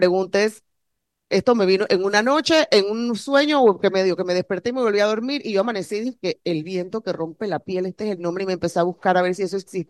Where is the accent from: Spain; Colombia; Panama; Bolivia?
Panama; born there; accent: Cuban; mi crianza, aunque yo nací en Panamá, mi crianza de mi casa fue muy cubana. O sea, fue muy cubana en costumbres, en amistades, en gente que iba a mi casa.